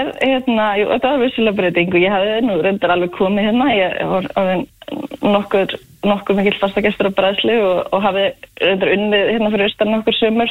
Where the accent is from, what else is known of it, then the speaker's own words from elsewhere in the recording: Hella, Southern Region, Iceland; nei, ég það alls ekki ég sunnlendingur, ég uppalinn á Helli flutti hingað 2018